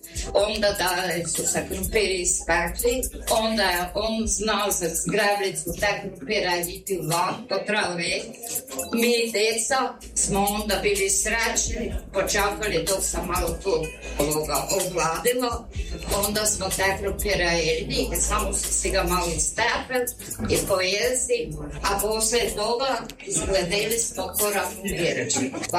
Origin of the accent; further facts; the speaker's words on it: Jerovec, Varaždin County, Croatia; accent: Jerovec dialect; now in Ivanec, Croatia; na svojem izvornom jerovskom govoru. Jer ja sam rođena u Jerovcu, ali već 60 godina živim u Ivancu.